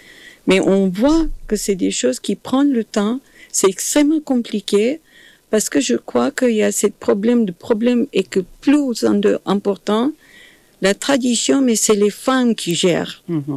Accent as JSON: {"language": "French", "country": "Kenya", "moved": "yes", "said": "je viens du Kenya."}